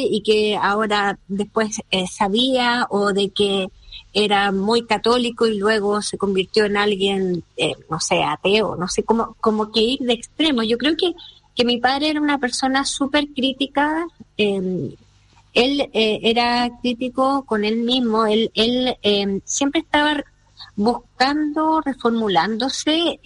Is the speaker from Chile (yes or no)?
yes; Chile; y de las que nosotros también como chilenos nos fuimos enterando, es lo que a él lo transformó.